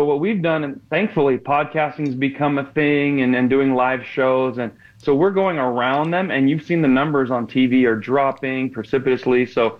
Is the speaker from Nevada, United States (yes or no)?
yes; Reno, Nevada, United States; Now, I don't look traditionally like any minority, but my father's from Iran. So I would say, are you kidding me? I'm the most famous half Persian, half Scottish comedian from Reno, Nevada in the world.